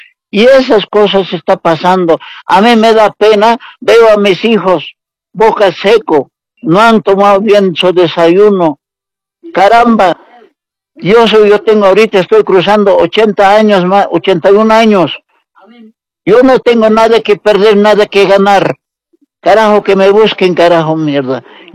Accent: Altiplano, Bolivia; moved away; also born or lived in Chile / Peru; yo soy boliviano, yo soy crecido, caramba, con mucho civismo y patriotismo. Yo soy campesinito, yo he nacido en un pampa pajonal del altiplano

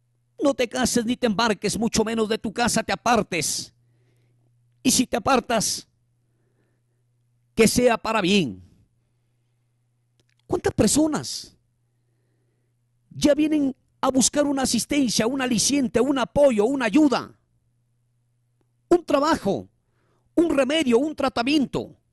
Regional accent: Salas, Lambayeque, Peru; soy un maestro norteño, desde Salas Penachí a San Luis.

